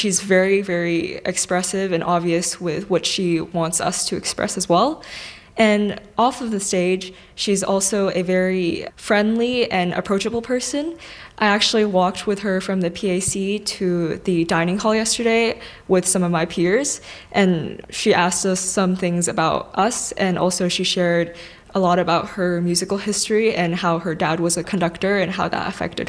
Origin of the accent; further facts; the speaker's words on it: San Diego, California, United States; I'm from San Diego, California, and I play percussion.